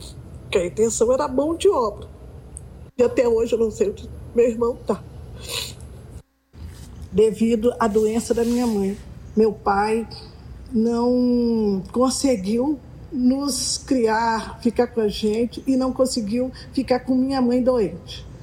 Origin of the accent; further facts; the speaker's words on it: Belo Horizonte, Minas Gerais, Brazil; born there; Nasci em BH. Apesar de minha mãe ter vindo de Divinópolis.